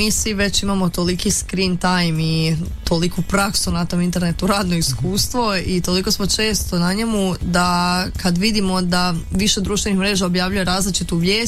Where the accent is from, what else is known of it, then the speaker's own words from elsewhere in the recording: Croatia; mi dalje imamo taj neki svoj mentalitet jednako tu kod nas u Hrvatskoj, općenito na Balkanu